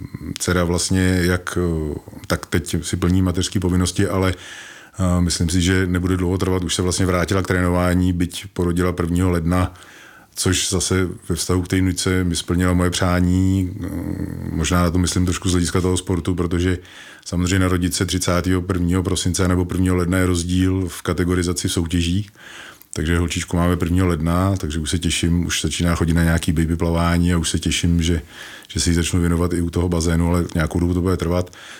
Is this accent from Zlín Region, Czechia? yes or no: no; Strakonice, South Bohemian Region, Czechia; Já pocházím ze Strakonic